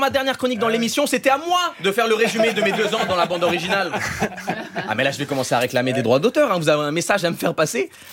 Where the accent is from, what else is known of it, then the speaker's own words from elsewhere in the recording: Switzerland; Non, en plus, moi, j'ai grandi en Suisse, donc la majorité du pays, elle est germanophone